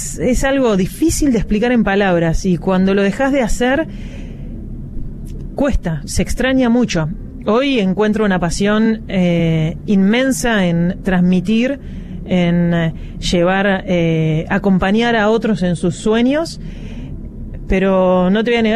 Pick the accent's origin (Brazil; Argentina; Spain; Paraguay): Argentina; Rosario, Santa Fe; Soy una rosarina que ha recorrido el mundo gracias al deporte.